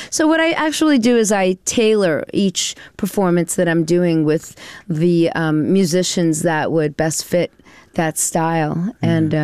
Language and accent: English; New York City, New York, United States; moved away as an adult; now in Capital Region, New York, United States; I'm from Brooklyn, New York, mm-hmm. born and raised.